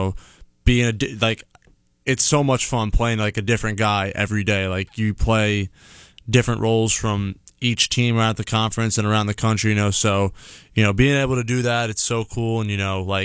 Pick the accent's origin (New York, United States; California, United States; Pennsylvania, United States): New York, United States; Suffern; So you know, I'm from Suffern, New York.